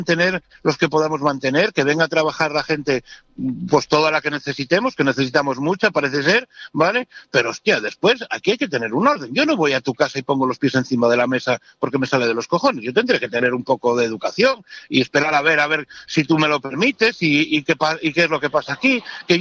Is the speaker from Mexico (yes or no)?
no; Spain; A mí, como español, me da vergüenza.